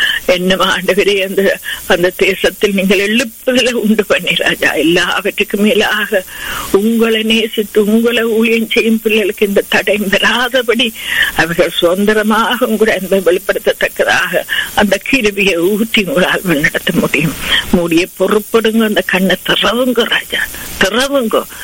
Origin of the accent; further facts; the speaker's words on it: Sri Lanka; moved away; நாங்க பிறந்து வளர்ந்த தேசமாகிய இலங்கை தேசத்துக்காக, அந்த அழகிய தீவுக்காக